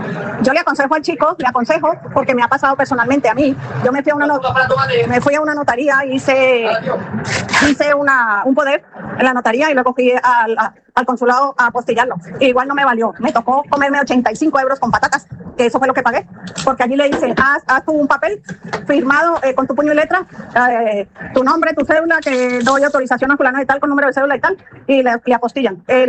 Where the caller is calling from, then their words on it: Villaverde, Community of Madrid, Spain; de aquí de Villaverde. Bueno, estoy en mi trabajo, yo vivo en Etape.